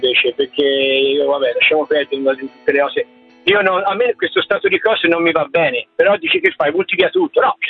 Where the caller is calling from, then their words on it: Santa Croce sull'Arno, Tuscany, Italy; Allora, io sto a Santa Croce.